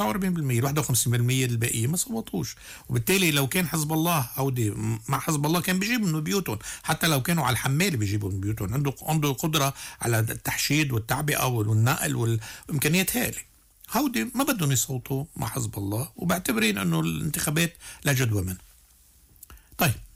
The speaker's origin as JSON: {"language": "Arabic", "country": "Lebanon", "said": "نحن مواطنين لبنانيين"}